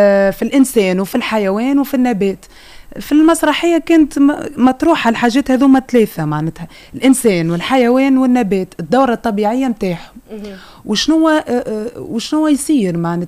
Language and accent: Arabic; Tunisia; خاطر انا من الشمال